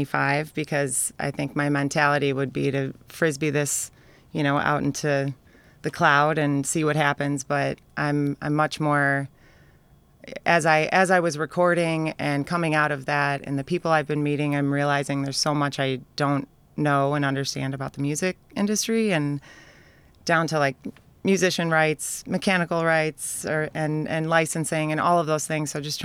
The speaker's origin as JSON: {"language": "English", "town": "Chicago", "region": "Illinois", "country": "United States", "said": "as a Chicagoan"}